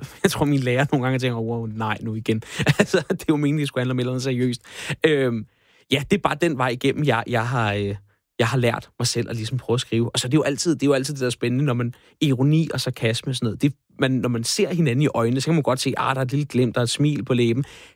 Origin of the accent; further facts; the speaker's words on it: Frederiksværk, Capital Region of Denmark, Denmark; Frederiksværk, min gamle, hvor jeg er opvokset.